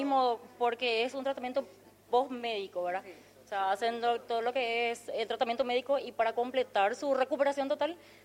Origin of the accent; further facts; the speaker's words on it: Colonia Unida, Paraguay; now in Coronel Oviedo, Paraguay; Yo, sí, ya vivo acá en Coronel Oviedo, yo soy de Joinao, Colonia Unida. Sí, estoy por acá, ya viviendo.